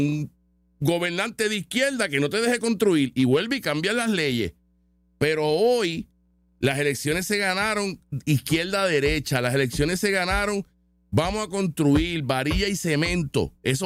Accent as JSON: {"language": "Spanish", "country": "Puerto Rico"}